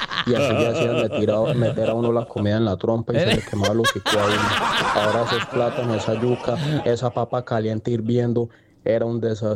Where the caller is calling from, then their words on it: Cali, Valle del Cauca, Colombia; Muy buenos días aquí en Los Cámbulos, en Cali